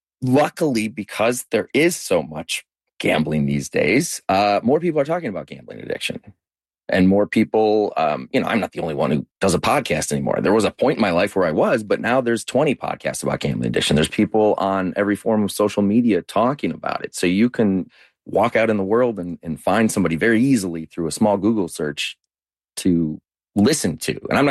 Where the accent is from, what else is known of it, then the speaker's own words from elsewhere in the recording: Michigan, United States; And back when I grew up in Michigan, there was some friction there.